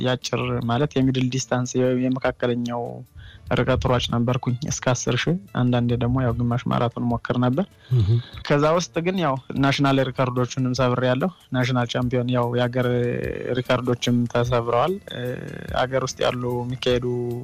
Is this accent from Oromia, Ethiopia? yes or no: no; Gondar, Amhara, Ethiopia; born or raised there; now in Israel